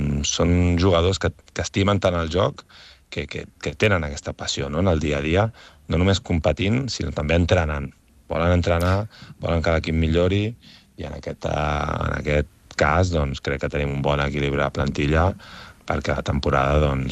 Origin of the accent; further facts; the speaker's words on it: Badalona, Catalonia, Spain; jo he nascut a Badalona i faig tota la vida aquí a Badalona